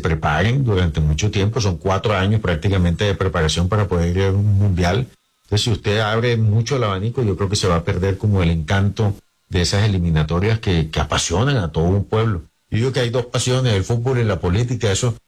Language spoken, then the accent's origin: Spanish; Santa Marta, Magdalena, Colombia; A ver, yo soy samario, me gusta la Unión Magdalena